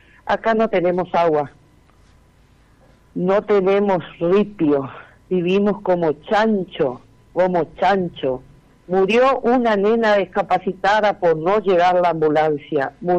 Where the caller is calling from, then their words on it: Argentina; del barrio San Antonio.